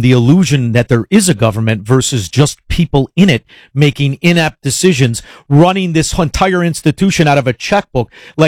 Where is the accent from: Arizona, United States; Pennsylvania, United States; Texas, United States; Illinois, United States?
Illinois, United States; Chicago; I'm from Chicago. Nobody likes it.